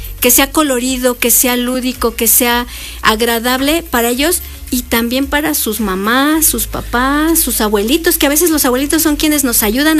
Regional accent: Mexico; juntos como mexicanos

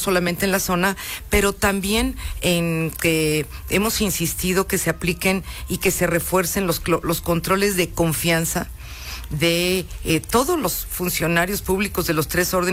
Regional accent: Teziutlán, Puebla, Mexico; yo soy de Teciutlán, soy teciuteca

